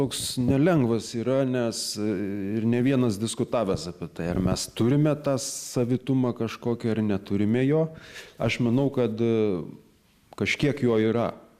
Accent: Telšiai, Telšiai County, Lithuania; born there; moved away as an adult; now in Kaunas, Lithuania; įstojau į Kauną į magistrantūrą ir pasilikau Kaune. Tai čia, taip pajokaujant, gimiau Telšiuose

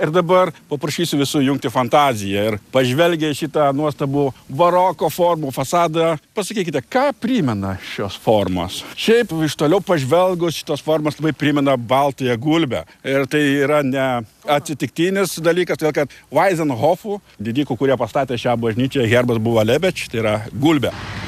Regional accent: Rokiškis, Panevėžys County, Lithuania; Taip, gimęs ir augęs Rokiškyje. Šiuo metu gyvenu netoli Rokiškio, Bajorų kaime, ten porą kilometrų nuo jo.

